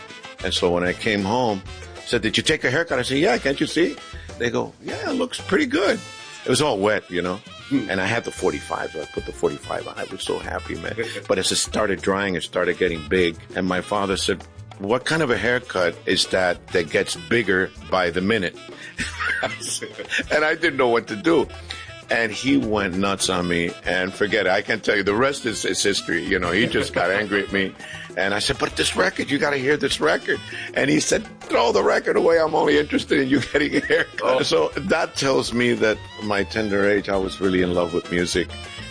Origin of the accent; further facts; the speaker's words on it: New York City, New York, United States; Okay, I grew up in the Bronx when I was a kid, and growing up there was really tough in my days. A lot of gangs